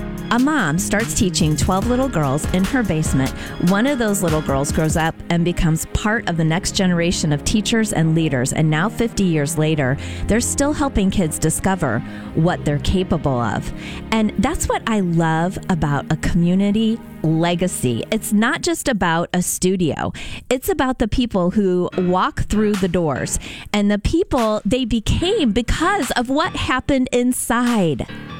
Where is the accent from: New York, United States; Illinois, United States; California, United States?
Illinois, United States; Metamora; Grew up on Michigan Street in Metamora. I was on the end that's closest to the cornfield that is now Metamora Fields Golf Course.